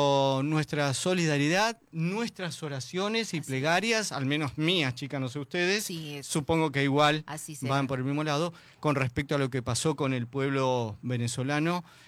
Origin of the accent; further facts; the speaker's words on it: Paraná, Entre Ríos, Argentina; Y qué lindo para mí es ser paranaense. Me encanta mi ciudad.